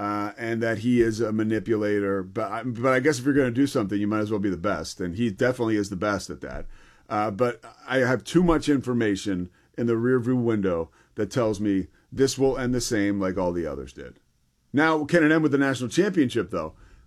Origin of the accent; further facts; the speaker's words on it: Philadelphia, Pennsylvania, United States; And I grew up in Philly.